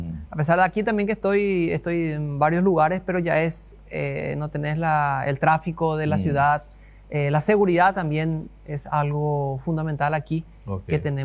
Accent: Asunción, Paraguay; now in Filadelfia, Paraguay; Soy originario de Asunción. Estoy ya viviendo aquí 14 años.

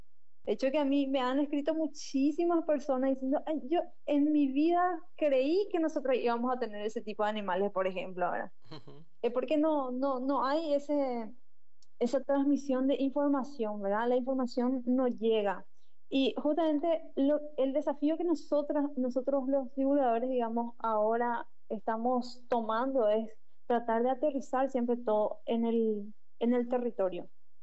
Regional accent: Paraguay; Como paraguayos somos absolutamente capaces de investigar

